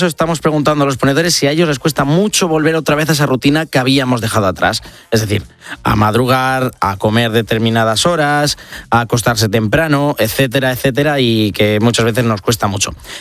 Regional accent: Tarancón, Castilla-La Mancha, Spain; soy de Tarancón, una ciudad de Cuenca.

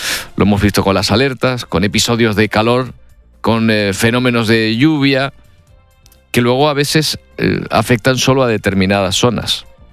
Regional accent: Canary Islands, Spain; No somos en Canarias un bloque uniforme

